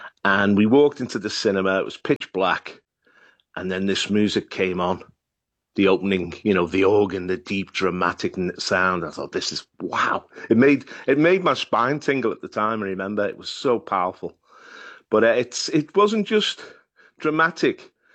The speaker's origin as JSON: {"language": "English", "town": "Liverpool", "region": "North West England", "country": "United Kingdom", "also_born_or_lived": "Cambridge", "said": "I'm from North Liverpool, but I went to Cambridge"}